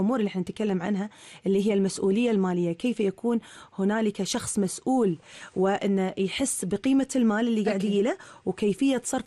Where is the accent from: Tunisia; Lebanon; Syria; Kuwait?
Kuwait; عندنا في الكويت